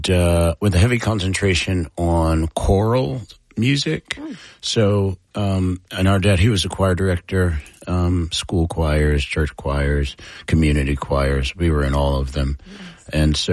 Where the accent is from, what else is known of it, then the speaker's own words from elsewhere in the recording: Michigan, United States; now in New York, United States; we're originally from Michigan, so Midwest, but we moved to New York maybe 20 years ago as a family.